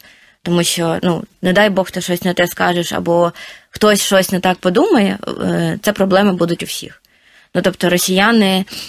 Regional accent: Mariupol, Donetsk Oblast, Ukraine; moved away as an adult; я сама з Маріуполя, я виїжджала в 22-му році з Маріуполя

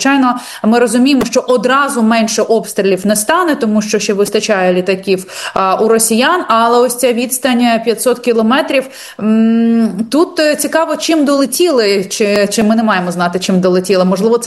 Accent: Kyiv, Ukraine; якщо судити по життю у Києві, я киянка, яка живе

